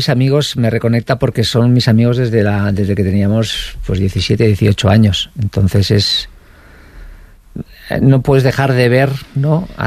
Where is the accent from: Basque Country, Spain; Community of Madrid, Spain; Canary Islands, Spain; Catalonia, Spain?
Basque Country, Spain; Vitoria-Gasteiz; pero donde viví toda mi infancia, uh-huh, hasta que me marché de casa, que está en un barrio obrero en Zaramaga